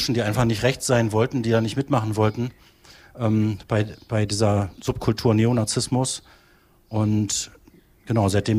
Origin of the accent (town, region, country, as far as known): Halberstadt, Saxony-Anhalt, Germany; born or raised there; moved away as an adult; now in Magdeburg, Germany